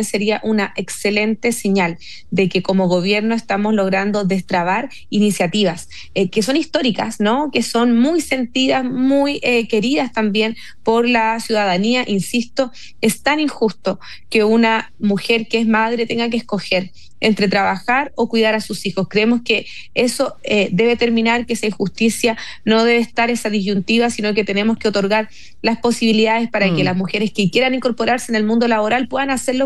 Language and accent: Spanish; Chile